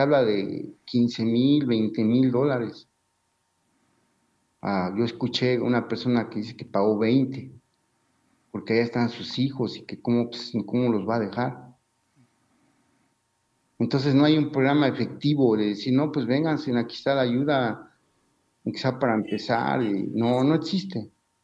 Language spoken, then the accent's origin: Spanish; Mexico; Pues sí, yo como miles de mexicanos, yo allá escuchaba historias